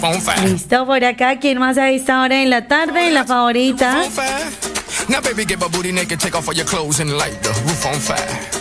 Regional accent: Tausa, Cundinamarca, Colombia; en el municipio de Tausa, en mi pueblo

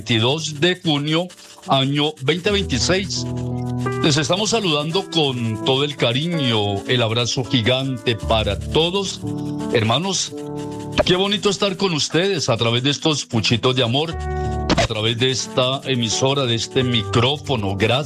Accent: Colombia; Somos familia colombiana

